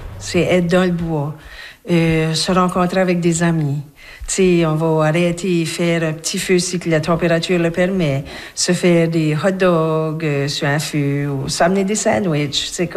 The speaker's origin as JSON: {"language": "French", "town": "Rogersville", "region": "New Brunswick", "country": "Canada", "tie": "born or raised there", "said": "j'ai 57 ans, puis je vis à Rogersville, j'ai toujours vécu à Rogersville"}